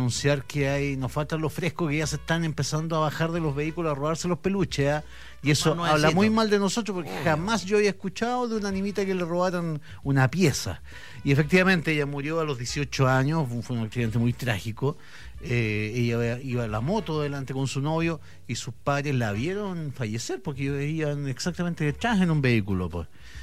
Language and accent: Spanish; Chillán, Ñuble, Chile; born there; saludo a Chillán, mi ciudad natal